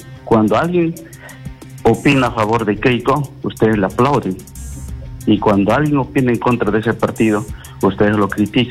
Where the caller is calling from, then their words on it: Perené, Junín, Peru; te llamo de Perena, Chanchamayo, Junín.